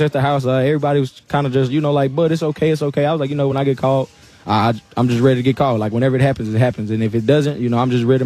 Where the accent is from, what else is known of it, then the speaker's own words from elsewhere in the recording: Louisiana, United States; Yeah, I'm from Louisiana, so I like Saints